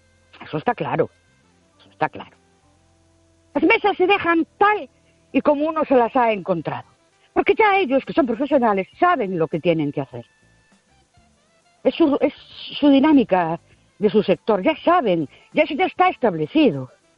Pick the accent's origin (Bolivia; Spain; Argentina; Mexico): Spain; Ourense, Galicia; de Ourense otra vez.